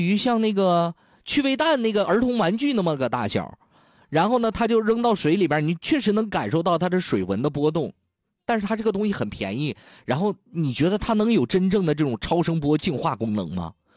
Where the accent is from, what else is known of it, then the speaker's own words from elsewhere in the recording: Dalian, Liaoning, China; 因为我们大连人吃火锅，就是每一个地区吃火锅的人他都有一个从小到大的蘸料味道，